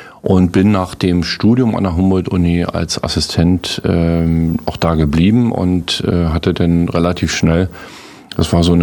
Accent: Brandenburg, Germany; aber am Ende ist Heimat bleibt Heimat und das meine Heimat ist Brandenburg.

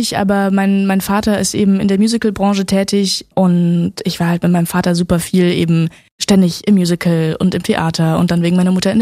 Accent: Männedorf, Zurich, Switzerland; born there; Genau, ich bin in der Schweiz geboren, in Männedorf, um das nochmal genauer auszuführen.

